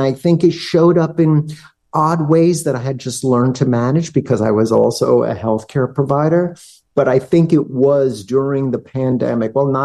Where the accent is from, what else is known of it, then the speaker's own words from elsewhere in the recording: Staten Island, New York, United States; from Staten Island.